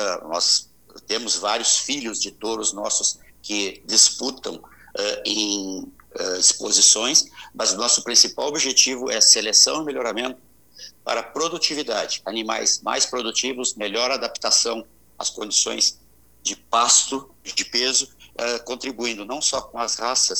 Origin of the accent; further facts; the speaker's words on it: Pelotas, Rio Grande do Sul, Brazil; moved away; eu sou natural de Pelotas e tenho família toda aí na Zona Sul, tenho propriedade aí também